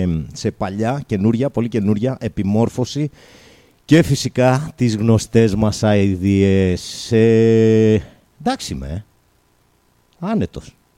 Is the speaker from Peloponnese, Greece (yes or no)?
yes; Peloponnese, Greece; also born or lived in village near Metsovo; Λοιπόν, οπότε όπως λένε και εκεί στο χωριό μου. Κοντά στο Μέτσοβο, στο χωριό εκεί. Bear with me. Σήμερα και στη Μάνη που από εκεί που είμαι, bear with me.